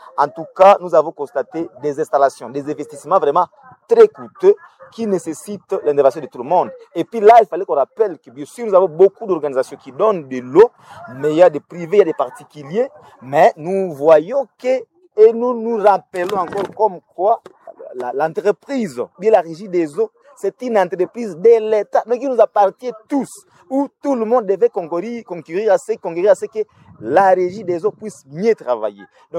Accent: Butembo, North Kivu, DR Congo; born there; Je suis né à Boutembo

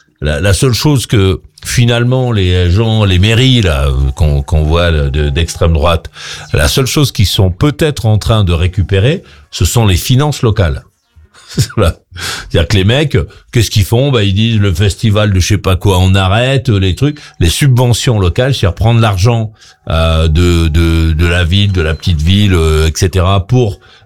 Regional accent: France; chez nous en France

